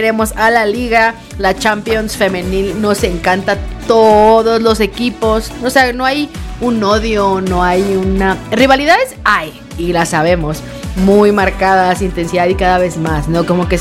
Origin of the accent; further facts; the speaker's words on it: Hermosillo, Sonora, Mexico; Entonces, ¿tú crees que como yo soy de Hermosillo y en Hermosillo siempre hay sol, yo siempre estoy de buenas?